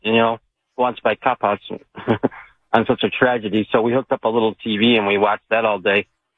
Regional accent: New York, United States; now in Maui, United States; I was born in New York and grew up there, and I remember 9/11.

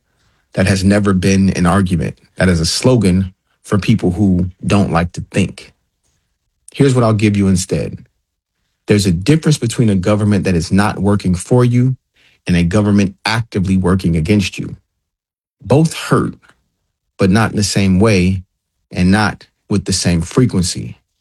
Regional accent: Detroit, Michigan, United States; your state, my state, I'm from Detroit

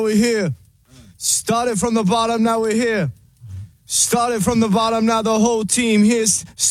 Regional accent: Saratoga, Wyoming, United States; moved away; In my hometown, Saratoga, Wyoming

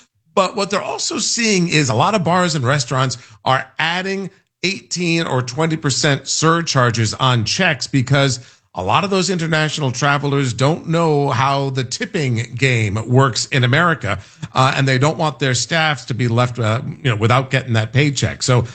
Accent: Ireland; I'm an Irishman.

